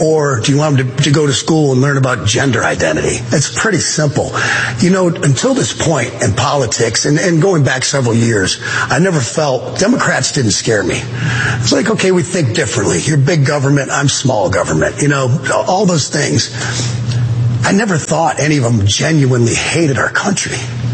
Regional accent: Dearborn, Michigan, United States; born there; Well, number one, I was born in Dearborn, Michigan. So was my father, raised there.

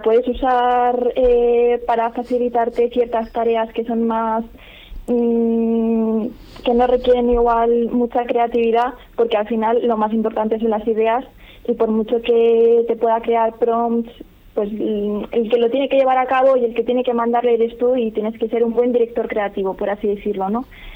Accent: La Rioja, Spain; yo, como sabes, soy de La Rioja

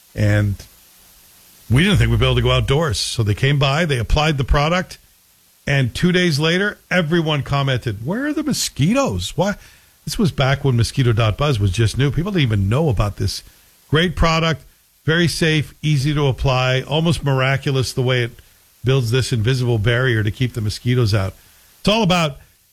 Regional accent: Scotland, United Kingdom; now in Canada; I'm the Scottish guy in the shade.

